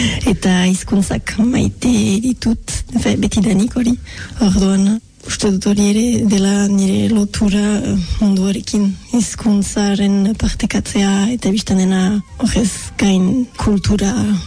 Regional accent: Bayonne, Nouvelle-Aquitaine, France; Baionakoa naiz, eta, bon, ostakit importantea den, me ogoita amagost urte ditut.

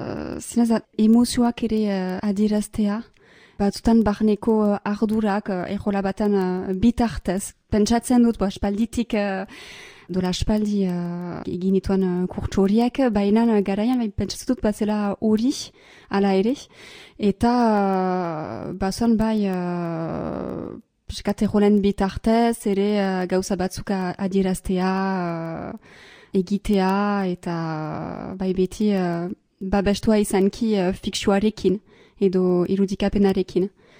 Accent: Bayonne, Nouvelle-Aquitaine, France; Antzerkiarekin egiten da eta Baionakoa naiz.

